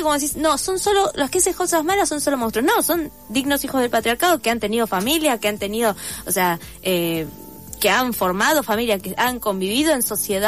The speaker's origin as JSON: {"language": "Spanish", "region": "Buenos Aires Province", "country": "Argentina", "said": "yo soy de provincia de Buenos Aires, en el conurbano también"}